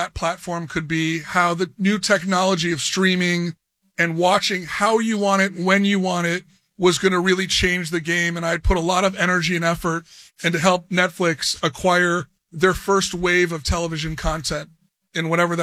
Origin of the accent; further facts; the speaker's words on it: Los Angeles, California, United States; also born or lived in Detroit; I was born in Detroit, and we moved to Los Angeles when I was very young.